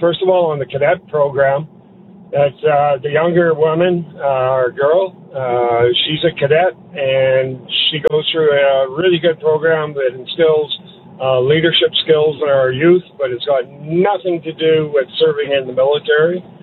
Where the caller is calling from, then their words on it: Canada